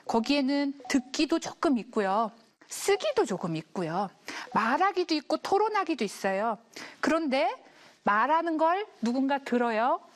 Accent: South Chungcheong, South Korea; born there; 저는 79년생입니다. 제가 79년도에 충청남도에 있는 되게 작은 시골 마을에서 태어났는데 태어나 보니 아버지가 시인이었어요.

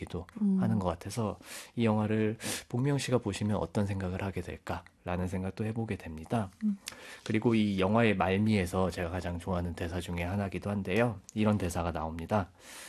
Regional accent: Gyeongsang, South Korea; 경상도 출신이기 때문에 북카이를 몇번 가봤습니다.

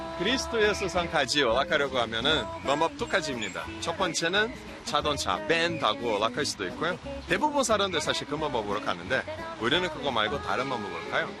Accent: Brazil; Korean is a second language; moved away; 우리 고향 헤센시

